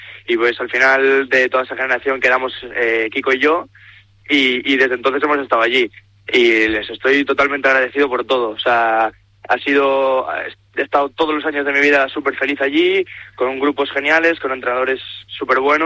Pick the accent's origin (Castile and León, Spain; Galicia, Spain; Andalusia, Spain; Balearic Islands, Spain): Galicia, Spain; now in Catalonia, Spain